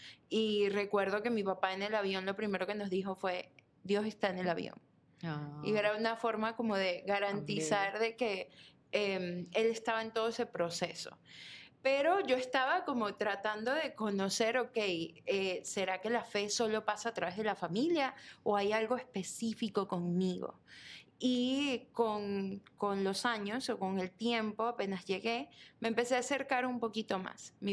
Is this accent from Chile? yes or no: no; Venezuela; moved away as an adult; como mencionaste, soy venezolana, llegué a este país hace 12 años